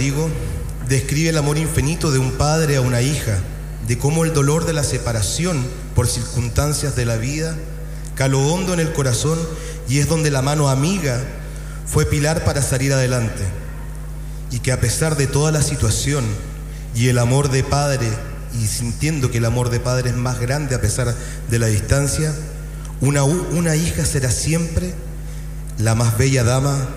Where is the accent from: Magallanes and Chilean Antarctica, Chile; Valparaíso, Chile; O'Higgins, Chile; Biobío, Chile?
Magallanes and Chilean Antarctica, Chile; somos magallánicos.